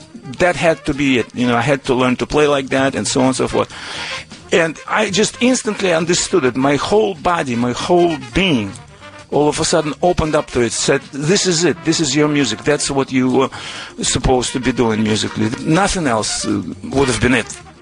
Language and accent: English; Moscow, Russia; English is a second language; moved away as an adult; now in United States; my home country of Soviet Union then, but I still consider it Russia, to America, where I came to in 73. I escaped from then Soviet Union